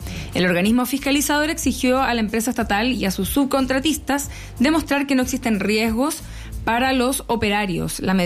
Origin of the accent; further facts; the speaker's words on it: Rancagua, O'Higgins, Chile; also born or lived in Coya; Yo vengo de Rancagua, viví en Coya cuando era chica